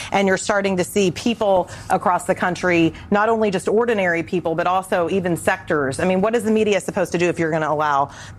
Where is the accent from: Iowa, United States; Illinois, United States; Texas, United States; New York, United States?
Texas, United States; Waco; my hometown of Waco, Texas.